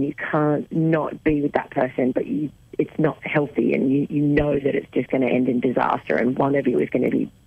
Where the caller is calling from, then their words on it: Central Coast, New South Wales, Australia; The Central Coast, New South Wales.